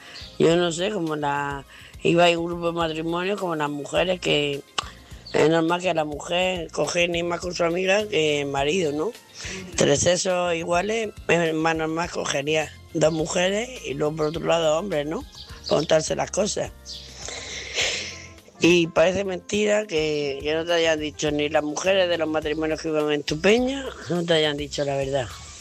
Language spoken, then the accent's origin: Spanish; Murcia, Region of Murcia, Spain